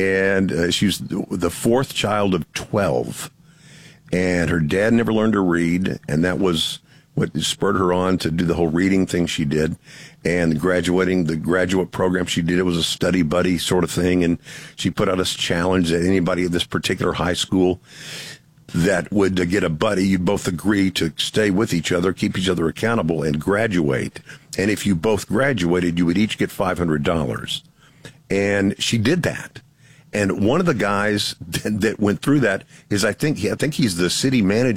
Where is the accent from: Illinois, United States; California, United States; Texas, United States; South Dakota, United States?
Texas, United States; I'm native Texan